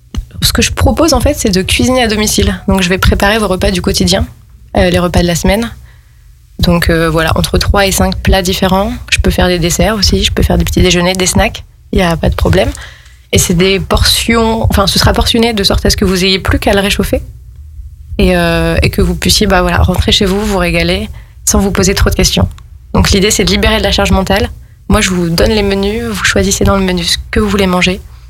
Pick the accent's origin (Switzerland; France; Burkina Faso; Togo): France; Lille, Hauts-de-France; moved away as an adult; now in Chambéry, France; rentrer à Lille, parce que c'est de là que je viens